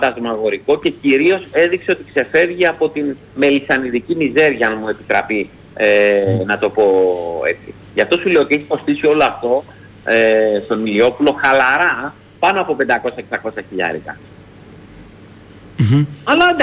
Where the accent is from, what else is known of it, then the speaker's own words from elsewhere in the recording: Central Greece, Greece; Εδώ στα μέρη μου, στην Εύβοια, έκανε την ανάβαση της Κίμης.